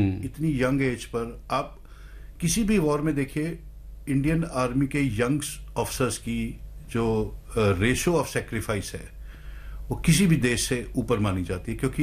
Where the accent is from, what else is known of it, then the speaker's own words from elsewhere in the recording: Rohtak, Haryana, India; मैं रोहतक का रहने वाला हूँ